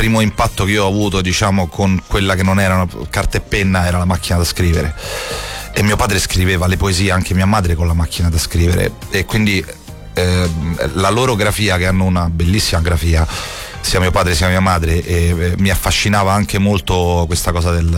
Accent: Rome, Lazio, Italy; perché io sono di Piazza Adriana, sono cresciuto lì

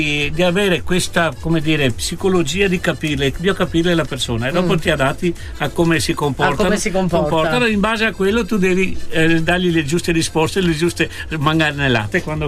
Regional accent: Bassano del Grappa, Veneto, Italy; noi siamo di Bassano de Grappa e dintorni

